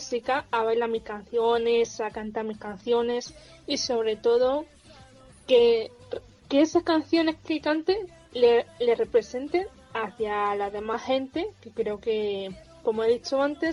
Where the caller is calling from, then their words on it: Almería, Andalusia, Spain; tengo 23 años de edad, soy cantante de Almería